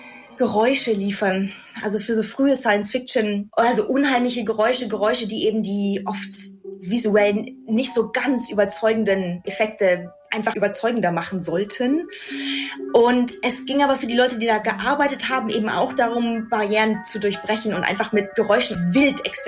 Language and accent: German; Munich, Bavaria, Germany; moved away as an adult; also born or lived in Heidelberg / London; now in Manchester, United Kingdom; ich bin also ursprünglich aus München